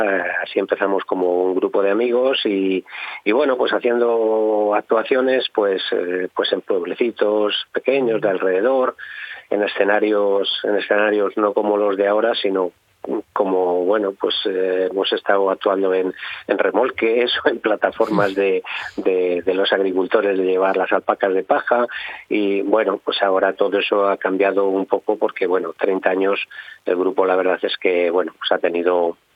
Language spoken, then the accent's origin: Spanish; Laguna de Duero, Castile and León, Spain; ahora de los 7 componentes, 3 somos de Laguna